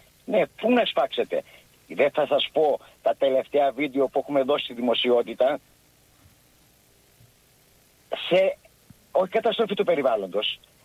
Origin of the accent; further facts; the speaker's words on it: Skalochori, North Aegean, Greece; Φανταστείτε, κατάγομαι από ένα χωριό που λέγεται Σκαλοχώρη.